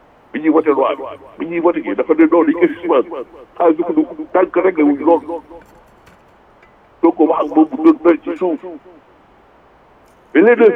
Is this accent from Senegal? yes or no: yes; Senegal; Mais nous, j'aime les deux tortues, en tant que sénégalais.